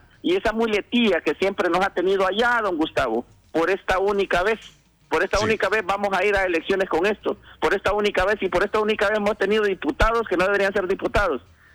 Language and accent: Spanish; Honduras; Nosotros como hondureños